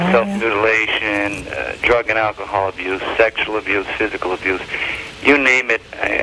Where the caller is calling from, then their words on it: Ringtown, Pennsylvania, United States; Pennsylvania, Ringtown, Pennsylvania.